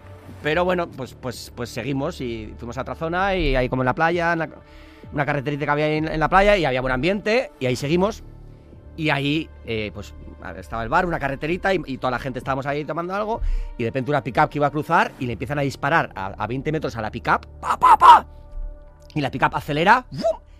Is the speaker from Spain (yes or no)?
yes; San Sebastián, Basque Country, Spain